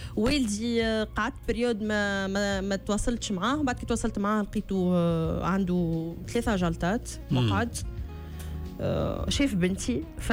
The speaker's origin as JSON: {"language": "Arabic", "country": "Tunisia", "said": "أما أنا تونسية حتى النخاع"}